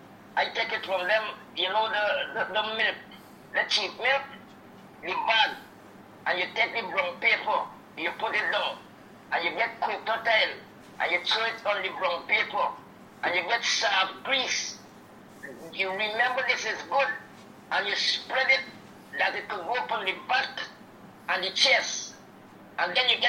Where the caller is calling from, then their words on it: Guyana; I calling from farm right now. I'm 86. I had experience around this country, all in Essequibo